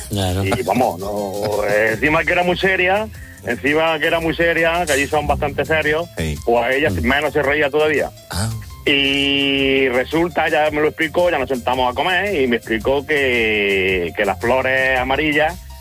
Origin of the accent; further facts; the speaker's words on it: Jaén, Andalusia, Spain; Bueno, yo soy de Jaén. Mi inglés es un poco.